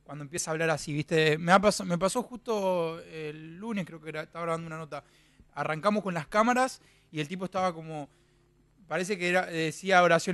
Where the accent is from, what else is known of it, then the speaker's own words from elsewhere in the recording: Florencio Varela, Buenos Aires Province, Argentina; Además, me crié en Varela, en Bosques.